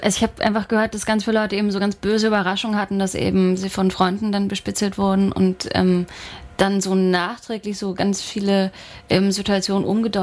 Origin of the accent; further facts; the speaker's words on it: Berlin, Germany; Also ich komme ja aus West-Berlin